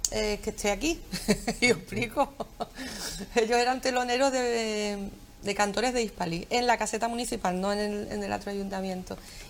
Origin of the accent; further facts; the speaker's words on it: San Fernando, Andalusia, Spain; somos de San Fernando.